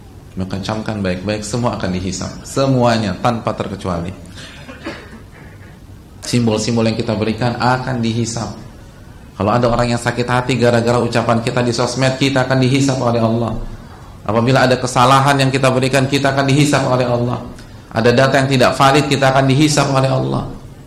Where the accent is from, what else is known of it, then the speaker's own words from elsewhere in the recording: Jakarta, Indonesia; apalagi kita orang Jakarta